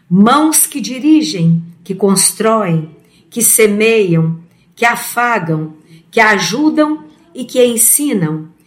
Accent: Uberlândia, Minas Gerais, Brazil; sou da cidade de Uberlândia

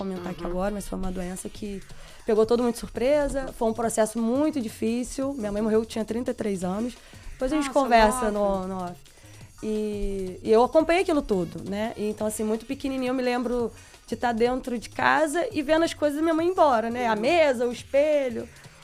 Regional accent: Cabo Frio, Rio de Janeiro, Brazil; Desde criança, sou de Cabo Frio.

